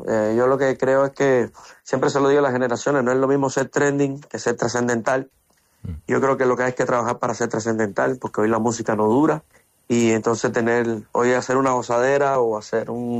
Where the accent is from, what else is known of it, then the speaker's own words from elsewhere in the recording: Cuba; moved away; Porque venimos de Cuba, una isla que a pesar de todos los problemas que tiene, yo creo que pronto va a estar más viva que nunca.